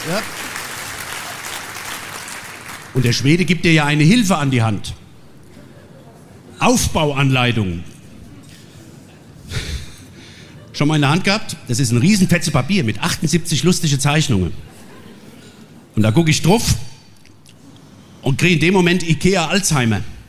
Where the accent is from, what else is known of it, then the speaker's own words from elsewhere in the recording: Hesse, Germany; ich bin ehrlich ein bisschen stolz drauf, als Hesse weltweit in Deutschland unterwegs zu sein.